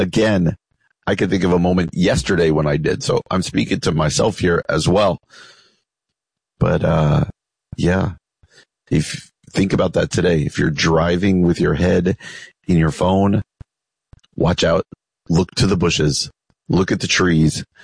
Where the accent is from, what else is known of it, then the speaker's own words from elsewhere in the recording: New Jersey, United States; moved away as an adult; now in Midwest, United States; my home state of New Jersey. I grew up in New Jersey. I've been a Midwesterner for a long time. I basically moved out here in 1995 to go to Wheaton College and have been out here more or less ever since.